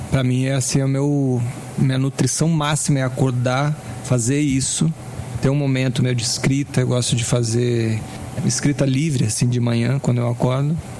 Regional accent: Rio Grande do Sul, Brazil; born or raised there; also born or lived in Brasília

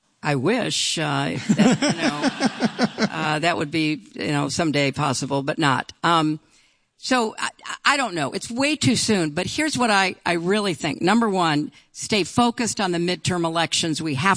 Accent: New York, United States; But I'm not a Mainer. I'm a New Yorker.

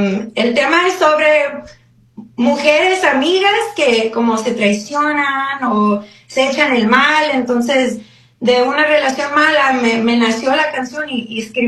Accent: Nogales, Arizona, United States; now in Phoenix, United States; Yo soy de Nogales, pero vivo en Phoenix.

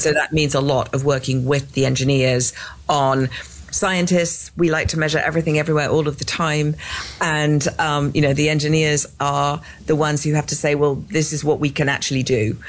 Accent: England, United Kingdom; moved away as an adult; you can tell by my accent, I am not from Texas. I am clearly from England.

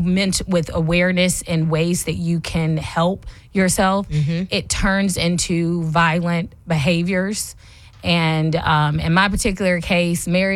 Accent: South Carolina, United States; also born or lived in Charlotte, North Carolina; I was raised here in the Carolinas, from Charlotte, mm-hmm. raised in South Carolina, York County

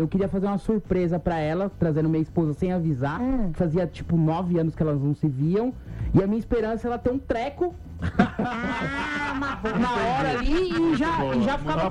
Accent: São Paulo, Brazil; na verdade, eu sou paulistano, é muito, né?

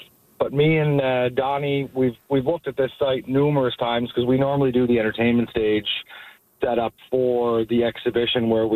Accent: North Sydney, Nova Scotia, Canada; I personally grew up, when I was very young, I grew up in North Sydney, and I spent most of my summers up here at the exhibition, partaking as a young child.

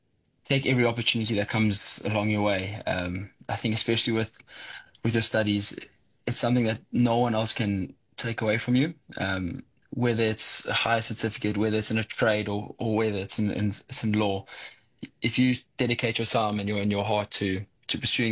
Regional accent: Port Shepstone, KwaZulu-Natal, South Africa; moved away as an adult; also born or lived in Johannesburg; I'm from Port Shepstone, on the lower south coast of KZN

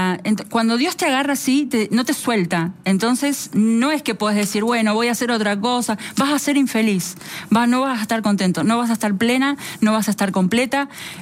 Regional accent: Argentina; somos tres argentinas y una alemana.

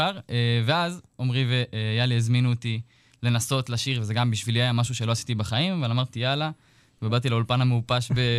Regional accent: Tal-El, Northern District, Israel; אני גדלתי בתלל, שזה יישוב באותה המועצה.

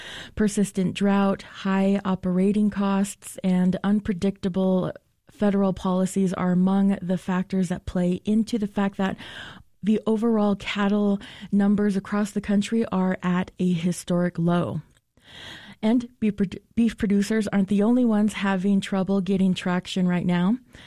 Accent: Crown Point, New Mexico, United States; I am also a Diné woman from Crown Point.

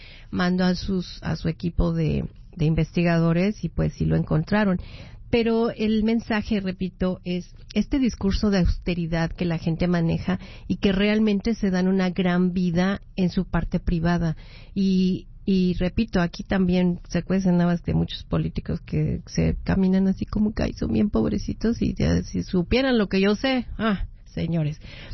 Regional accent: Mexico; Yo que soy mexicana y pues colaboro con mexicanos en el exterior con todo el dineral que mandamos

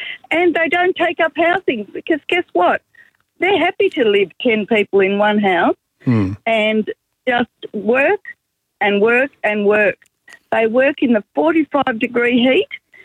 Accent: Mildura, Victoria, Australia; I'm a farmer from Mildura.

